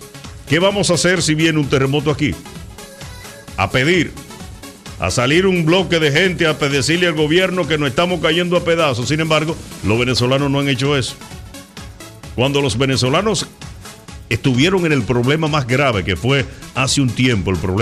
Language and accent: Spanish; Dominican Republic